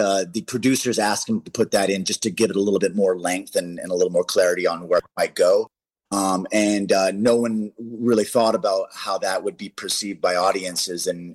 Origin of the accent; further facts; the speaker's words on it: Canada; now in United States; I'm Canadian. I love Canada, born and raised. America gave me the amazing opportunity of flourishing in this great film business.